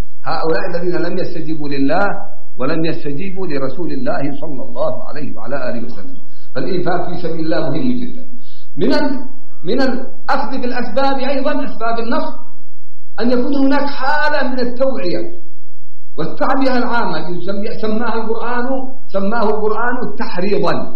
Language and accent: Arabic; Yemen; عندنا في اليمن